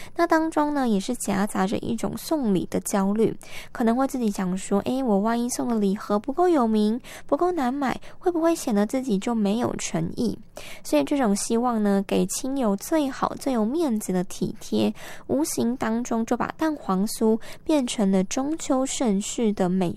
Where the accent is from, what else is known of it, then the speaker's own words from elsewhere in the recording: Taiwan; 我们台湾人